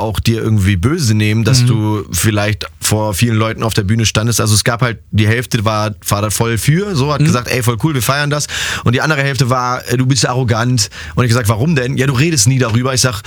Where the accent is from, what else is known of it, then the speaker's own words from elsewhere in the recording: Hamburg, Germany; Es ist ja jetzt wieder in Hamburg im Start, ja. In meiner Heimat